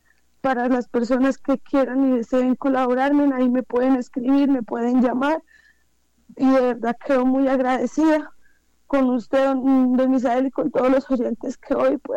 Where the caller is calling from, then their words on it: Acacías, Meta, Colombia; Somos del municipio de Acacías.